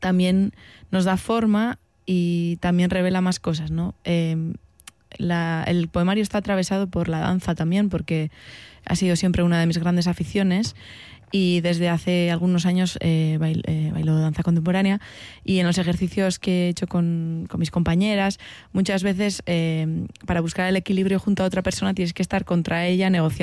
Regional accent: Basque Country, Spain; Que de estar en contra somos los vascos

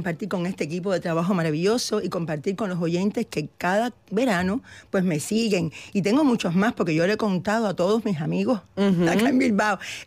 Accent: Cuba; muchos me preguntan, como saben que soy cubana, me preguntan por Cuba.

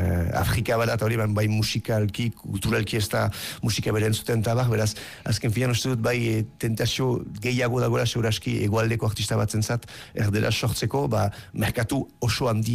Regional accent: Bayonne, Nouvelle-Aquitaine, France; bizitzea eskualde batean, Baiona bezalako hiri batean, txikia nintzenean, nun euskaldunak girela ehuneko amaja edorako zerbait

